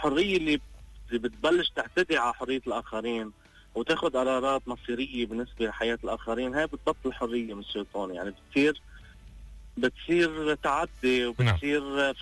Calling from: South Lebanon, Lebanon; كأولاد الشريط الحدودي وككل أولاد الشريط الحدودي

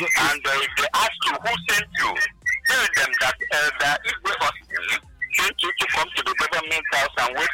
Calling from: Enugu, Enugu State, Nigeria; I'm calling from Ababanike Enugu.

